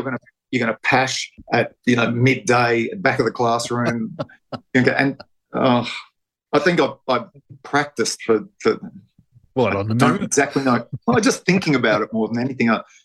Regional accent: Cowell, South Australia, Australia; also born or lived in Perth; It was a hell of an introduction to the world growing up in Cowell. I loved the joint. I was there for 6 years. Then we moved to Perth for 4 years.

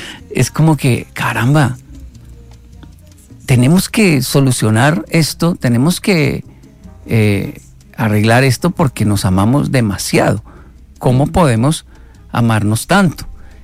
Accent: Colombia; yo soy colombiano. Me di cuenta que era colombiano.

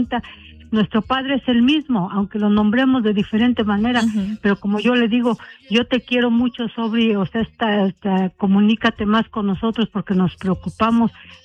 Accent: Hidalgo, Mexico; Bueno, nosotros somos del estado de Hidalgo.

